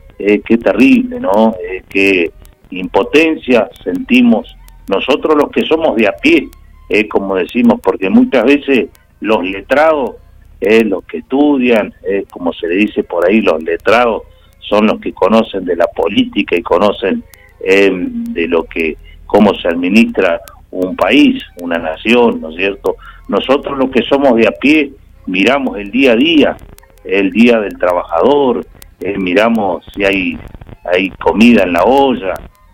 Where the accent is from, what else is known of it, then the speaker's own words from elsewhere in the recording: Argentina; nosotros como argentinos nos sentimos también en la obligación de, por supuesto, sentirnos emocionados, contentos, orgulloso de estar viviendo en nuestro suelo patrio